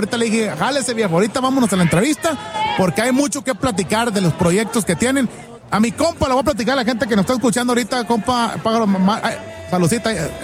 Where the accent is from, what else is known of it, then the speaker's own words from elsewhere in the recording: Sinaloa, Mexico; somos de Sinaloa y me gusta mucho la banda.